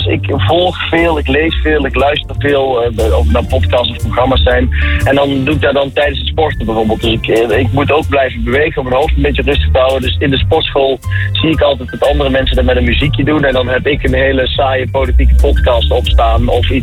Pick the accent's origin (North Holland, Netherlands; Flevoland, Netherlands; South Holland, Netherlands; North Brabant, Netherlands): North Brabant, Netherlands; Het voelt toch altijd het meest thuis als het Brabant is.